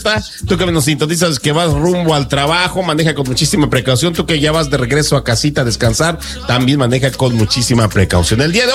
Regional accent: Mexico; siempre les he dicho que soy católico, apostólico, católico mexicano, ¿verdad? Porque no soy romano, soy mexicano

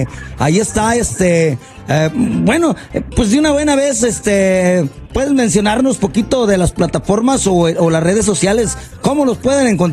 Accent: Jalisco, Mexico; moved away; yo tengo mucha gente conocida de allá de donde soy, yo, su servidor, de por allá de Jalisco.

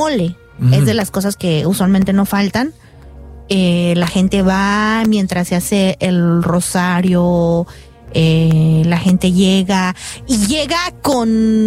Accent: Oaxaca, Mexico; born there; moved away

